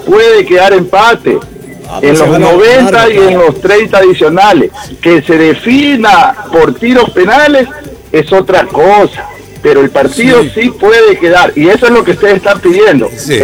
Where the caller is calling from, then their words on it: Tonsupa, Esmeraldas, Ecuador; Estoy en el trabajo por acá, por Tonsupa.